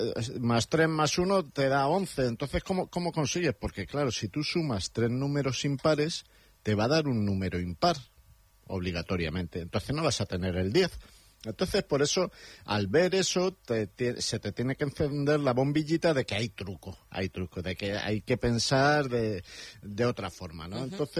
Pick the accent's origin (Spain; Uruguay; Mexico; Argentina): Spain; Madrid, Community of Madrid; Yo soy gato, mis padres nacieron en Madrid, yo nací en Madrid, mis padres nacieron en Madrid, dos de mis cuatro abuelos nacieron en Madrid